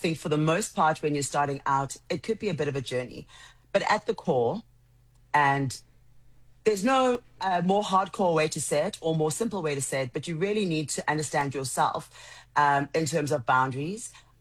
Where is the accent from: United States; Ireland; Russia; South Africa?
South Africa; Soweto, Gauteng; I grew up in Soweto, which is a giant community in a specific neighborhood, which was a community of its own in a big family that was always expanding.